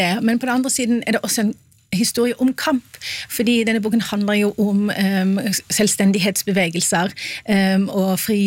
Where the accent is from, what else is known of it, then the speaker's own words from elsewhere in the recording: Oslo, Norway; Jeg kan også si at jeg en Oslo-jente på tross av dialekten min.